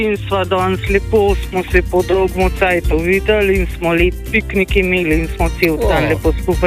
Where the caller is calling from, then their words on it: Tržič, Upper Carniola, Slovenia; mi dva sva iz Tržiča, ta si pa iz Maribora